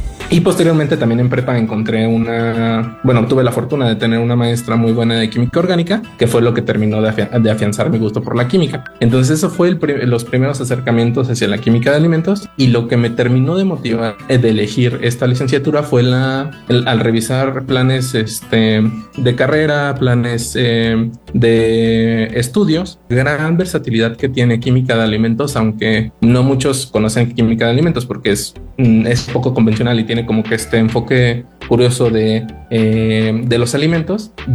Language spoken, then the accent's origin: Spanish; Pachuca, Hidalgo, Mexico; Yo soy originario de aquí de Pachuca de Soto, nacido, criado, ya 30 años por acá, aunque pues ya con esta experiencia de la vida, pues ya me ha tocado vivir en varias partes del país, pero pues nada como los fríos de por acá.